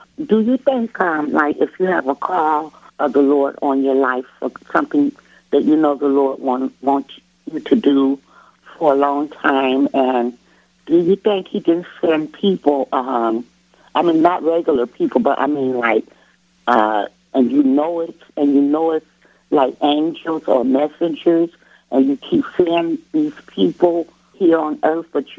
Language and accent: English; Detroit, Michigan, United States; It's my first time calling. I'm from Detroit, Michigan.